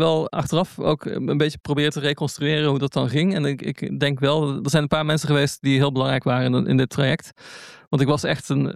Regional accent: Nijmegen, Gelderland, Netherlands; born there; Een andere persoon is in Nijmegen, waar ik geboren ben. Een stad in het oosten van het land.

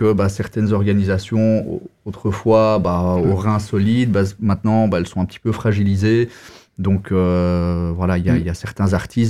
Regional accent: Ottignies, Wallonia, Belgium; born there; now in Namur, Belgium; Voilà, donc moi je suis né à Otigny.

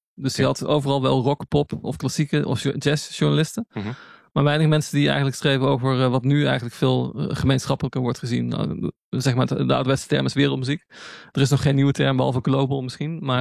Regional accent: Nijmegen, Gelderland, Netherlands; born there; De andere persoon is in Nijmegen, waar ik geboren ben. Een stad in het oosten van het land.

